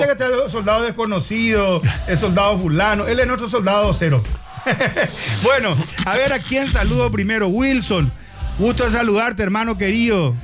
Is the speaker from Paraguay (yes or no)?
yes; Paraguay; nosotros los paraguayos